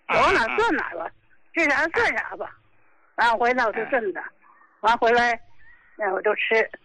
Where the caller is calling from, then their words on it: Qinhuangdao, Hebei, China; 我是秦皇岛的，我今年68了。